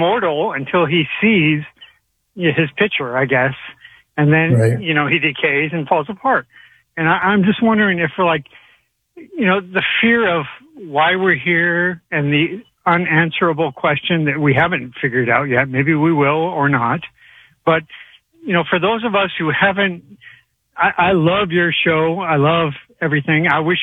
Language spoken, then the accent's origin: English; Sedona, Arizona, United States; And, well, I grew up in Sedona, Arizona.